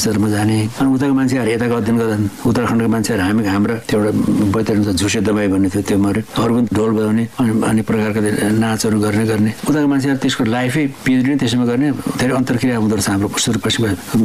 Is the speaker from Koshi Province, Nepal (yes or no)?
yes; Bhojpur, Koshi Province, Nepal; अलिक पूर्व अझैतिर मेरो घर भोजपुर हो, अझै उता गएर सभा पोखरी, साल्पा पोखरी, यस्तो अनेक प्रकार पोखरीहरू छन्